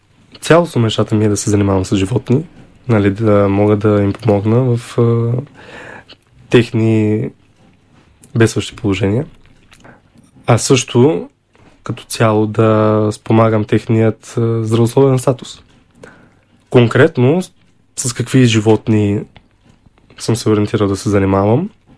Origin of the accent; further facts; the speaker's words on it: Targovishte Province, Bulgaria; Аз съм от Търговище.